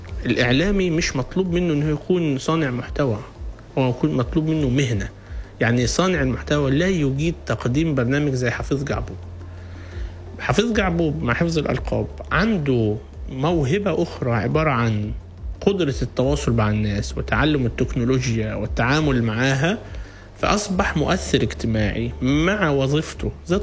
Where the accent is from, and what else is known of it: Egypt